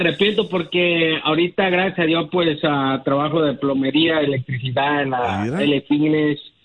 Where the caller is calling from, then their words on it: Santa Ana, California, United States; Ahorita yo vivo en Santa Ana y estoy trabajando acá por Mission Viejo.